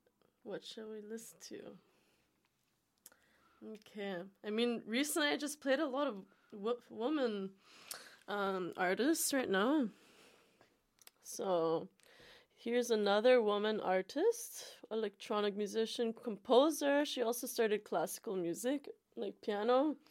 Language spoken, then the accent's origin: English; Toronto, Ontario, Canada; I mean, when I was a teenager, you know, like growing up in Toronto or whatever, we used to go to this place called the Masonic Lodge